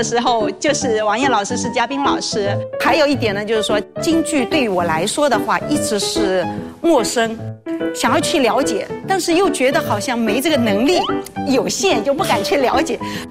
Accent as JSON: {"language": "Chinese", "town": "Sydney", "region": "New South Wales", "country": "Australia"}